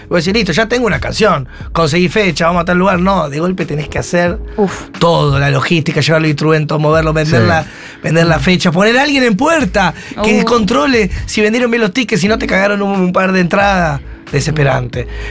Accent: Rosario, Santa Fe, Argentina; Yo soy rosarino, tengo una familia de payasos

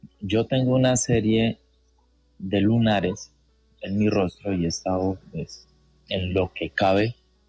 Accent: Casanare, Colombia; now in Funza, Colombia; Yo desde niño, yo soy oriundo del Casanare.

